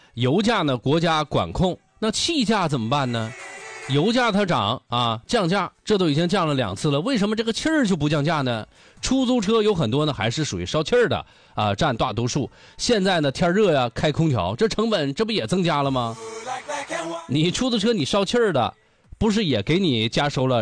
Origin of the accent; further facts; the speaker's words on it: Yanbian, Jilin, China; moved away; 我们老家那个地方有一个地方景点叫什么呢？叫一眼望三国。 嗯， 哎，在延边那个地方，